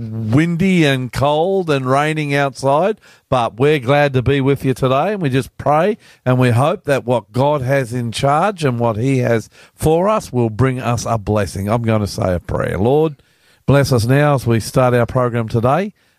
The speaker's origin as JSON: {"language": "English", "country": "Australia", "said": "welcome to the program."}